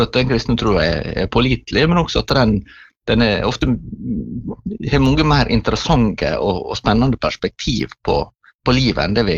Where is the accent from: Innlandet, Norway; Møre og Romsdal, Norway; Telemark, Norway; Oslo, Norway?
Møre og Romsdal, Norway; moved away as an adult; now in Sotra, Bergen, Norway; Jeg jo egentlig remeværing, så jeg har vokst opp I Trærøy og bodde der til, ja, jeg var ferdig på videregående, og det synes jeg ikke så lenge siden, men det visst 25 år. Så nå jeg bodd I Bergen oppe på Sotra